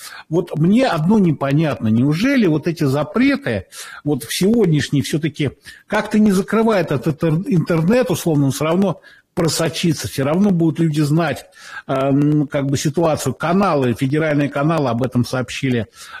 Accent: Moscow, Russia; Я сам из Москвы, поэтому мне не то, чтобы было больно на это смотреть

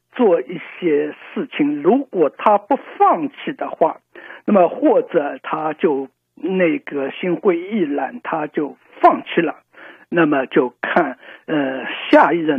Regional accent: China; now in Canada

